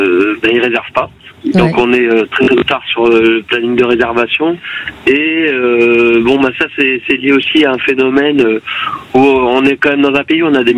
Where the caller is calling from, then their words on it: Bordeaux, Nouvelle-Aquitaine, France; moi je suis à Bordeaux